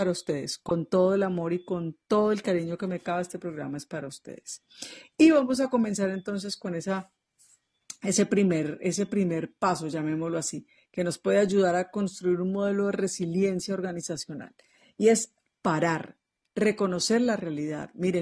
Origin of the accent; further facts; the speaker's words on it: Colombia; now in Cali, Colombia; el terremoto que sucedió en mi país sobre aquellos comportamientos y competencias que tenemos los colombianos